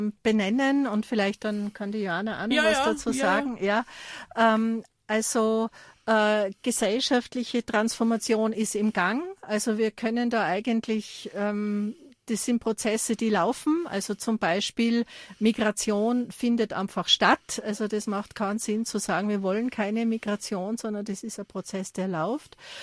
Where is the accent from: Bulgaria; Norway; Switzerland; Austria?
Austria; Tyrol; also born or lived in Germany; weil ich bin ja auch Migrantin. Ich bin in Deutschland geboren, mhm, und dann als Kind nach Tirol gekommen.